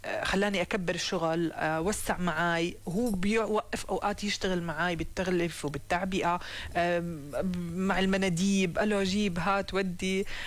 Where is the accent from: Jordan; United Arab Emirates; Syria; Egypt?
Jordan